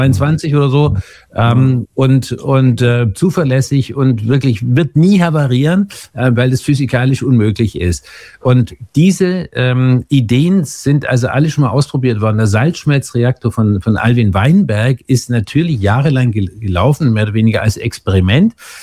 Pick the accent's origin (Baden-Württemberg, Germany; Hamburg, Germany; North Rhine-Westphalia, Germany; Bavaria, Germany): Bavaria, Germany; ich bin in der Nähe von Gundremmingen aufgewachsen, ich habe also in meiner Jugend die Kraftwerkstürme wachsen sehen